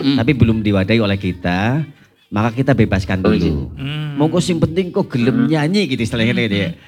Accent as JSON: {"language": "Indonesian", "region": "Central Java", "country": "Indonesia", "said": "Karena kita orang Banyumasan, mungkin lebih ke Banyumasan terus gitu ya."}